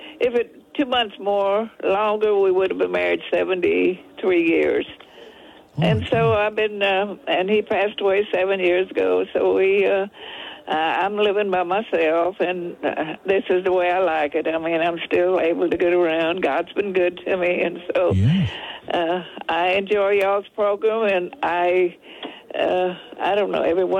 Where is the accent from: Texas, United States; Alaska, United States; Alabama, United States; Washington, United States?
Texas, United States; Freiburg; born there; From Schulenburg. I was born out in Freiburg, Texas. That's out in the country. And, we didn't have a car until I was about 9 years old.